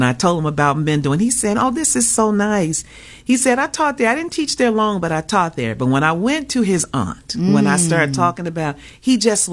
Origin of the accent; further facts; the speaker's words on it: Chicago, Illinois, United States; I'm from Chicago and all of Chicago loves you. And I cannot wait till you can come to Chicago.